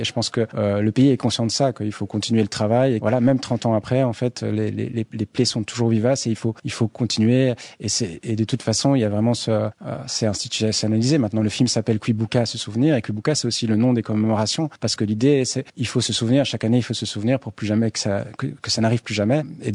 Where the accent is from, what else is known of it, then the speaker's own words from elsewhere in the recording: Belgium; born there; Moi, je suis né en Belgique, mon père est né au Rwanda